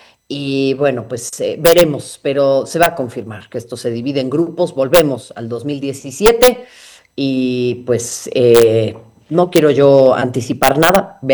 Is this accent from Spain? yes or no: no; Mexico; somos los mexicanos